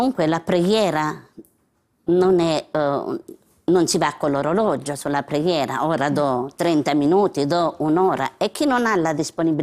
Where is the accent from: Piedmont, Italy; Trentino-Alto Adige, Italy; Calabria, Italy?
Calabria, Italy; Paola; mio paese, in Paola, provincia di Cosenza, in Calabria